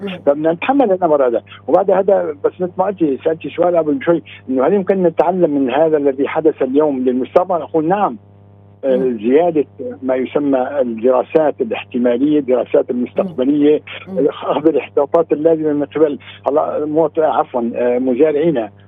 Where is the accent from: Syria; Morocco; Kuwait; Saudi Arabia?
Syria; Aleppo Governorate; نحن عندنا في حلب